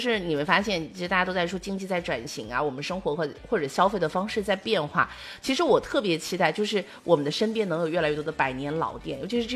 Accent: Jiangxi, China; 就像我作为一个赣南因为靠客家嘛

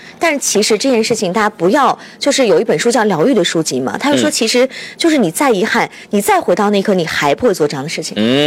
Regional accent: China

